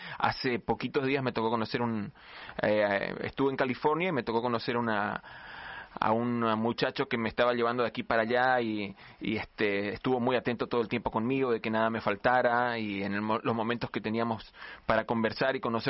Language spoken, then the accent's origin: Spanish; Argentina; mezcla de acentos resultan en este acento tan confuso que traigo, que nunca nadie identifica que soy argentino.